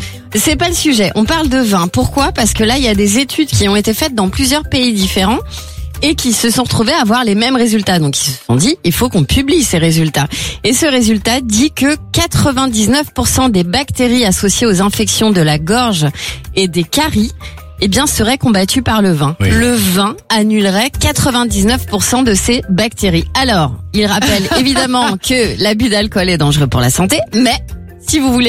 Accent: Vallet, Pays de la Loire, France; je viens de Valette, la capitale du Muscadet

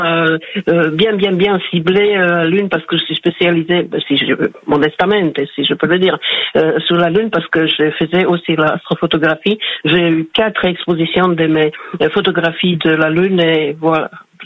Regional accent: Slovakia; French is a second language; moved away as an adult; now in France; j'avais mon diplôme de mon pays d'origine de la faculté de FFUK, de l'université de Comenius

